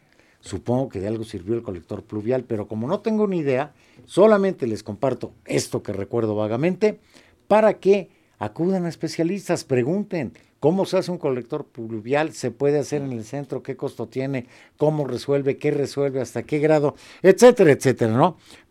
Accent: Mexico; Todos somos mexicanos

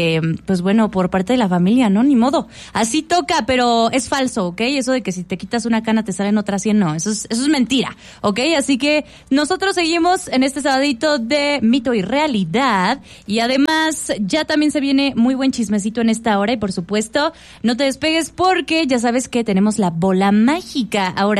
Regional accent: Mexico; yo creo que más como mexicanos

